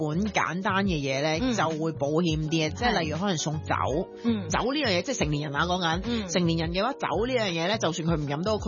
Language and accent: Cantonese; Hong Kong; 我哋香港人